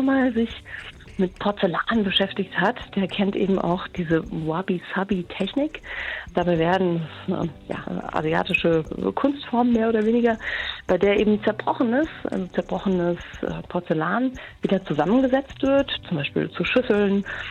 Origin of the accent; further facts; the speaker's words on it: Hesse, Germany; Kommt aus meiner alten Heimat, aus Hessen.